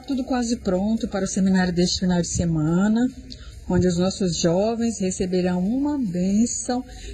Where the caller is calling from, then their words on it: Federal District, Brazil; do Residencial Santos Dumont, Santa Maria Norte, Distrito Federal.